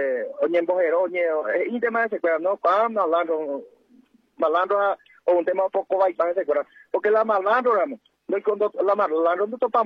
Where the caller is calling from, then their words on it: Paraguay; como paraguayo